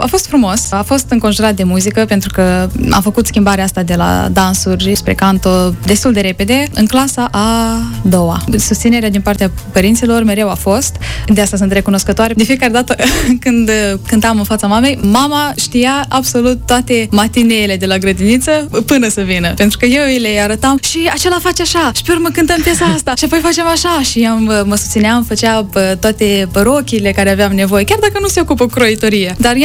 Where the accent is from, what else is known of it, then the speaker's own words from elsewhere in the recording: Strășeni, Strășeni District, Moldova; Eu am crescut în Strășeni, alături de părinți, de bunei, n-am istorii tragice cu plecare peste hotare sau ceva de genul.